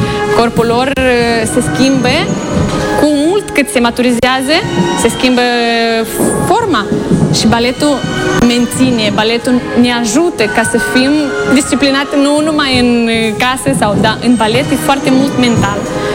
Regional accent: Chișinău, Moldova; now in Spain; suntem foarte mulțumiți că venim din Moldova, din Chișinău.

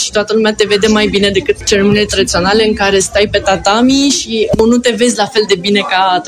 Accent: Romania; Vin din România, special pentru evenimentul acesta, ca să țin această ceremonie a ceaiului aici.

